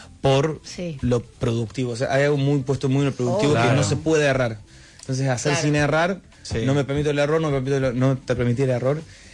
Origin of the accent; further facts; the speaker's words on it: Córdoba, Argentina; Soy de Córdoba